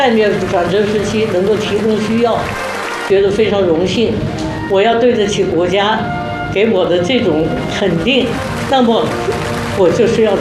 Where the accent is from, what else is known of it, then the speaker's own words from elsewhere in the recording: China; also born or lived in Guangxi / Chongqing / Beijing; 我们中国人一点不比外国人差，